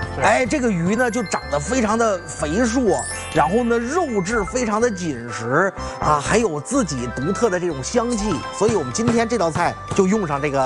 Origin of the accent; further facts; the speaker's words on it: Northeast China, China; 我们东北话